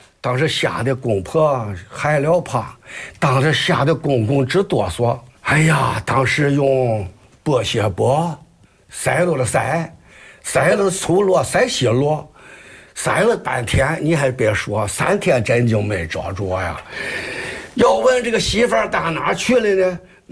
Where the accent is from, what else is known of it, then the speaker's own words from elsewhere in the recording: Qiqihar, Heilongjiang, China; 我到天津去吧，天津人不知道我是齐齐哈尔人